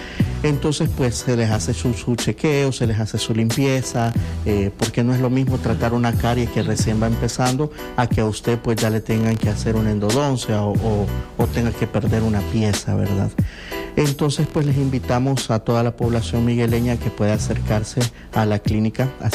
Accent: El Salvador; Sabemos que nosotros, pues, como pueblo salvadoreño, estamos un poco acostumbrados a consultar hasta que ya existe un dolor

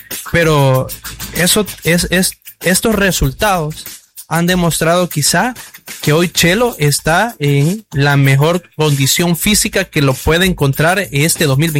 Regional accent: Sonsonate, El Salvador; los dos somos procedentes de Sonsonate

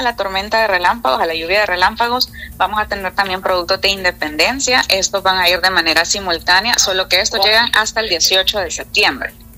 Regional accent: El Salvador; sabores bien tradicionales de cosas que nos representan como salvadoreños

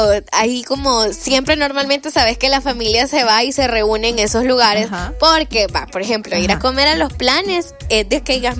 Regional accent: Santa Tecla, La Libertad, El Salvador; Allá está en mi pueblo

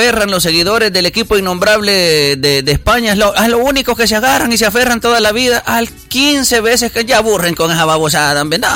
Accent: El Salvador; hoy todos somos salvadoreños

